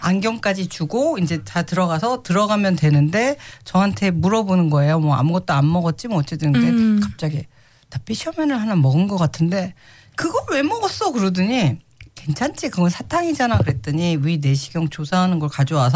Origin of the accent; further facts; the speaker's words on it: South Korea; now in Australia; 저는 한국에서 추운 겨울을 나고 왔는데 추운 거예요.